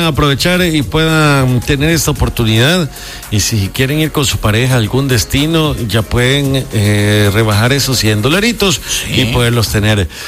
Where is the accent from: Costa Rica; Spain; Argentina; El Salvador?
El Salvador; esa percepción tenemos como salvadoreños